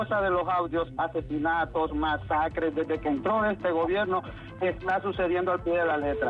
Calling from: Honduras; Yo estoy dispuesto, como hondureño, como ciudadano hondureño.

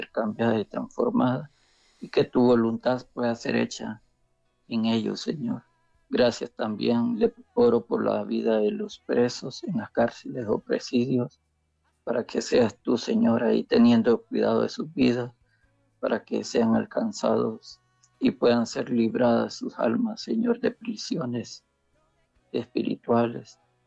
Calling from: San Pedro Sula, Cortés, Honduras; de San Pedro Sula.

